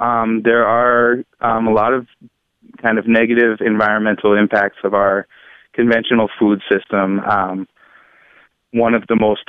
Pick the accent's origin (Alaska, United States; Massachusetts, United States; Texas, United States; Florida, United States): Massachusetts, United States; Dorchester; born or raised there